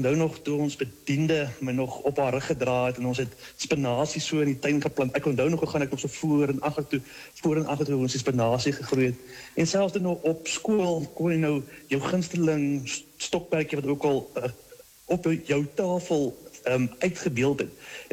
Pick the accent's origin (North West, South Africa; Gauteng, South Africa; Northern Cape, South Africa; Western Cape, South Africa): Gauteng, South Africa; Meyerton; Ek is afkomstig van Meyerton hier in die Midvaal omgeving Gauteng area, ja.